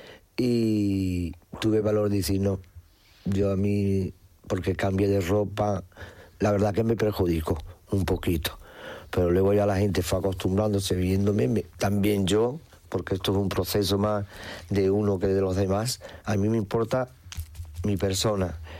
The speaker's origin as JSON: {"language": "Spanish", "town": "Alicante", "region": "Valencian Community", "country": "Spain", "tie": "born there", "lives_now": "Seville, Spain", "said": "Cositas así de Extremadura, mi madre, por parte de mi madre vengo de extremeño, yo nací en Alicante."}